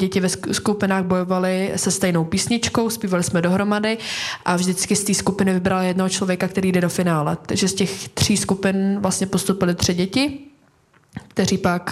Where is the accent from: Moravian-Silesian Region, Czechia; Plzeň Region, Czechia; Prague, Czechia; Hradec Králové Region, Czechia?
Plzeň Region, Czechia; Hrádek; Nejsem z Rokycan, jsem z města blízko Rokycan, jsem z Hrádku u Rokycan, což je blízko